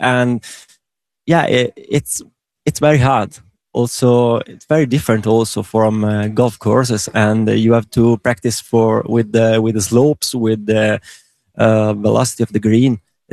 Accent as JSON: {"language": "English", "country": "Italy", "second_language": "English", "moved": "yes", "said": "I come from Italy, in a place where golf is not so popular like here."}